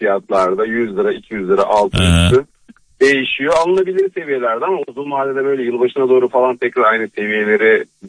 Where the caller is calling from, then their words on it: Antalya, Turkey; Ben Antalya'da yaşıyorum.